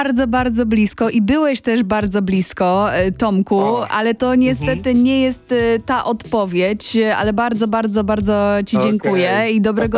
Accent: Lesser Poland, Poland; Oczywiście fantastycznie, że to są okolice Krakowa, bo to są też moje rodzinne okolice.

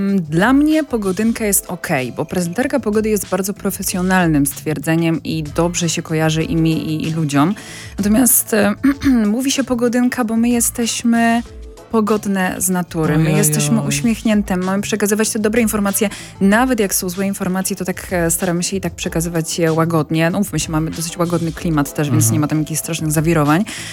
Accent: Rzeszów, Subcarpathian Voivodeship, Poland; moved away; Ja nie jestem z Warszawy, ja pochodzę z Rzeszowa, gdzie całe życie tańczyłam

